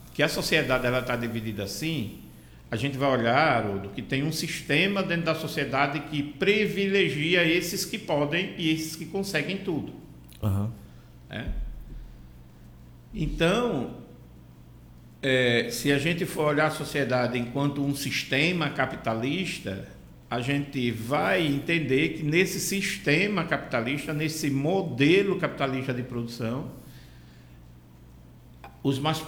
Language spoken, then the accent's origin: Portuguese; Pilar, Alagoas, Brazil; eu sou de uma cidadezinha pequena lá do litoral alagoano, né? Moro no Pilar. Cidade que tem um número grande de pescador e que tem um monte de problema.